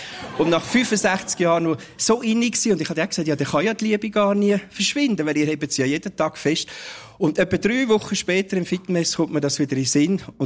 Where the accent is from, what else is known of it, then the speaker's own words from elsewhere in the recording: Uri, Switzerland; Er war quasi einer von meinen Förderern damals, komme ich aus dem Kanton Uri.